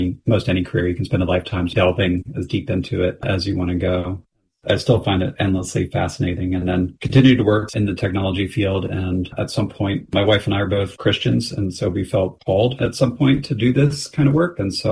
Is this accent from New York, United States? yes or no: no; Pennsylvania, United States; born or raised there